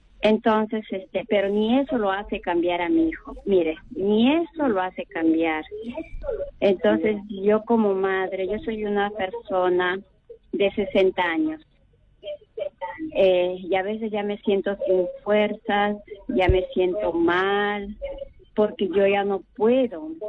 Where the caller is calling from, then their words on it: Chiclayo, Lambayeque, Peru; soy de acá de Chiclayo.